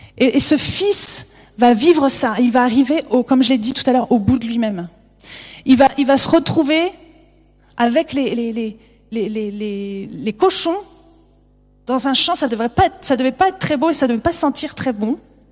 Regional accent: France; En tant que bon français

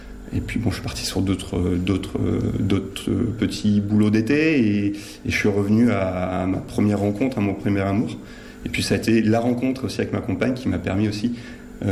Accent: Normandy, France; born there; also born or lived in Hautes-Alpes; Alors je suis natif de Seine-Maritime, de Normandie. Mes parents ont été mutés dans les Hautes-Alpes.

